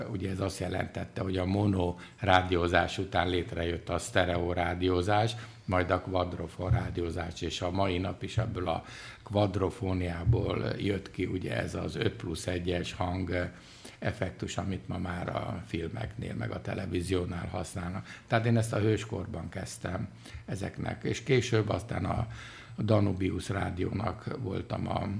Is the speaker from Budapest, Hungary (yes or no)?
yes; Budapest, Hungary; born there; moved away as an adult; also born or lived in Armenia; Hát én Budapesten születtem örmény szülőktől